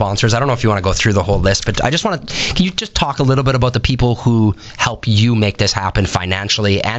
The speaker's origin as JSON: {"language": "English", "town": "Winkler", "region": "Manitoba", "country": "Canada", "tie": "born or raised there", "said": "I'm kidding. I grew up in Winkler."}